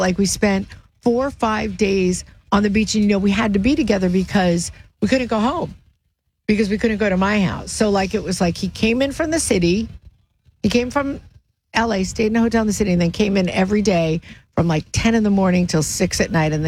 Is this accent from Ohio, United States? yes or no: no; Deal, New Jersey, United States; I grew up in Deal.